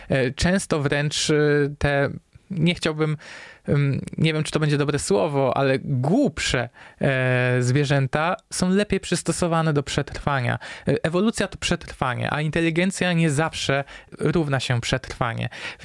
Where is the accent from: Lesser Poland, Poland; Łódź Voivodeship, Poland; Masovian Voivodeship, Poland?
Lesser Poland, Poland; Kraków; Kraków, czyli moje rodzinne miasto